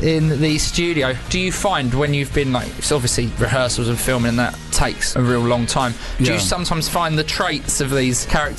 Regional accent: United Kingdom; it reads to me as a British guy as sarcastic.

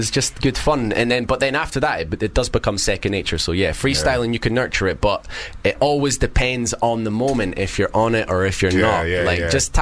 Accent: Scotland, United Kingdom; I'm Scottish

